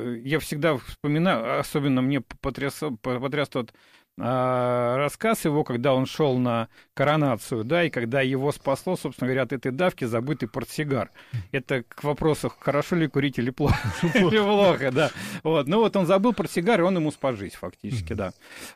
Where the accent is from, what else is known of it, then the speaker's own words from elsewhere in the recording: Moscow, Russia; для меня, как коренного москвича, когда люди начинают говорить, я коренной